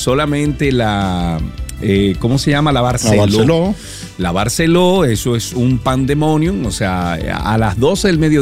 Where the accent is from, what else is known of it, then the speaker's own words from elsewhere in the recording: Santiago de los Caballeros, Santiago, Dominican Republic; La Ponce fue donde yo me crié, en Santiago.